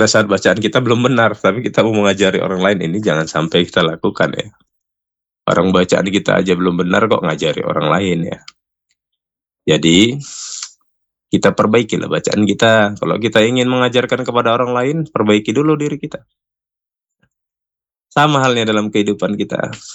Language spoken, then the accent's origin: Indonesian; Indonesia; kita sebagai orang Indonesia, warga Indonesia tentunya